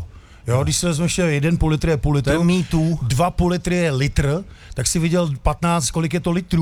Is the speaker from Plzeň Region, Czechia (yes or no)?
yes; Plzeň, Plzeň Region, Czechia; já jsem z Plzně